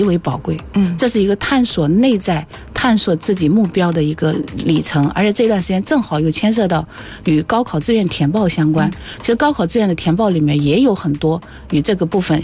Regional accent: China

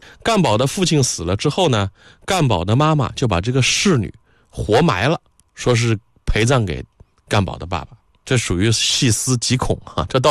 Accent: China; 我们中国人

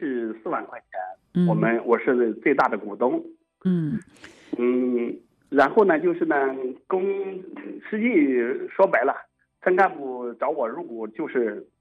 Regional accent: Liangji, Jiangsu, China; 因为我们睢宁县梁集的，我们老家有一个就是沙性土壤

